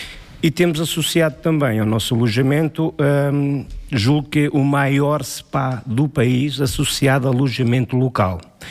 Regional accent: Penalva do Castelo, Centro, Portugal; born there; also born or lived in Canada; Os meus pais são daqui do concelho, eu nasci no Canadá, os meus pais foram imigrantes, regressámos para cá com 8 anos, formei-me cá, tirei toda a formação cá, e eu costumo dizer que se alguém gosta de Penalva, ninguém gosta mais do que eu.

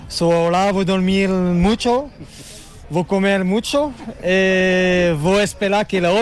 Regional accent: France; Portuguese is a second language; Sou francês, mas tenho uma mulher portuguesa

